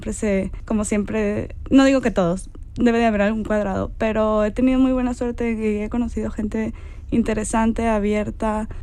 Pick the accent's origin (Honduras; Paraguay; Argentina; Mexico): Mexico; moved away as an adult; now in Switzerland